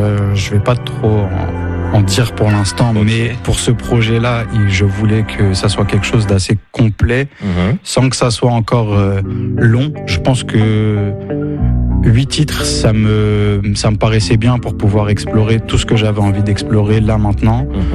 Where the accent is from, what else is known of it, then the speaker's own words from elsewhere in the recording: Morocco; Bah après, faut pas oublier que je suis marocain aussi.